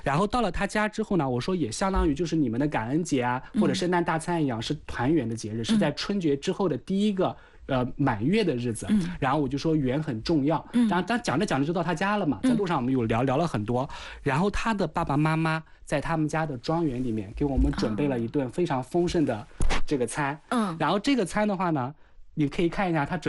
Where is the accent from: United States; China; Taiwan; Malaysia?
China; 我们中国人很自洽